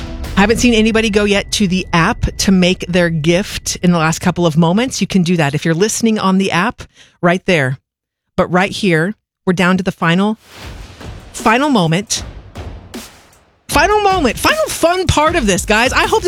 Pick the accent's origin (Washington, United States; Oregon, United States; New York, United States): Oregon, United States; Portland; Stephanie's best gift was $25 a month for my hometown of Portland, Oregon.